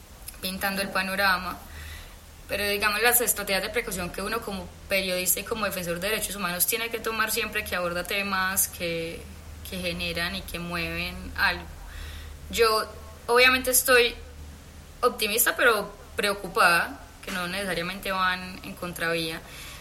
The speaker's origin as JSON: {"language": "Spanish", "town": "Medellín", "region": "Antioquia", "country": "Colombia", "tie": "born or raised there", "said": "yo crecí en la Universidad de Antioquia, literalmente crecí, mi mamá trabajaba allá, mi vida fue toda la UDA"}